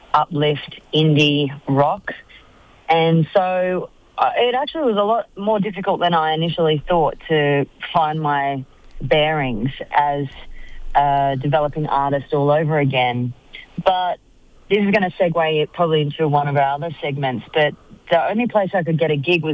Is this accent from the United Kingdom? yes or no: no; Bundaberg, Queensland, Australia; moved away; I am actually from Bundaberg.